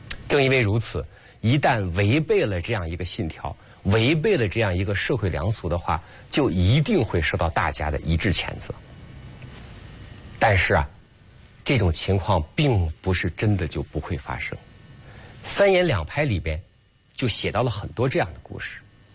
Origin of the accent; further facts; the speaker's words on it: China; 我们中国人